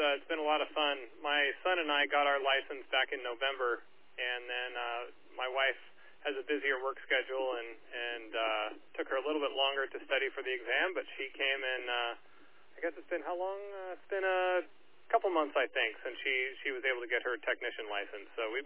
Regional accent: Napa Valley, California, United States; moved away; My heart is still in Northern California. I grew up in the Napa Valley area and made it out to San Francisco every once in a while.

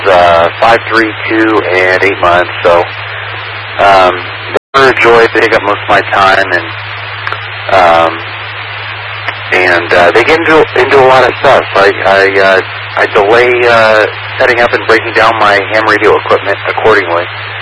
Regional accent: California, United States; moved away as an adult; also born or lived in Texas; now in New Mexico, United States; I grew up in California

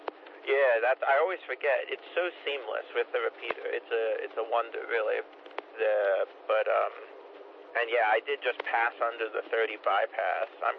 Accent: Wilmington, Delaware, United States; moved away; My hometown in Wilmington, Delaware.

